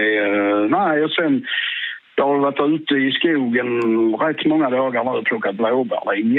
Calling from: Skåne, Sweden; Mitt i centrala Skåne, lite norr om Hur. Så det är ganska precis mitten av Skåne.

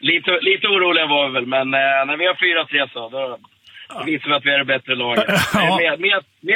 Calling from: Stockholm County, Sweden; Vi bor söder om Stockholm.

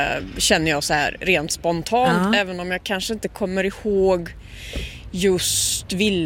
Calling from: Mellerud, Västra Götaland County, Sweden; Jag är med er från Mellerud.

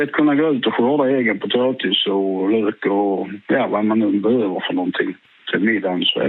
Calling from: Skåne, Sweden; Mitt är i centrala Skåne, lite norr om Hur. Så det är ganska precis mitten av Skåne.

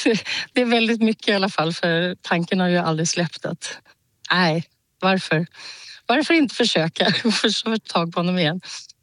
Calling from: Nyköping, Södermanland, Sweden; jag är från Nyköping

